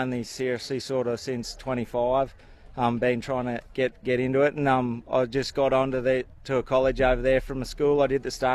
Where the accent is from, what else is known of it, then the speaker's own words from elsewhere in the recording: Inverell, New South Wales, Australia; I'm from Inverell, New South Wales.